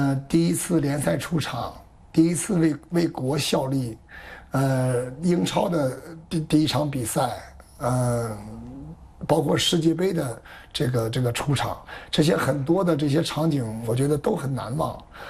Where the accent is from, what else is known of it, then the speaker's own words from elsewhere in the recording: Dalian, Liaoning, China; 我是大连人，我们家乡这个梭鱼湾的球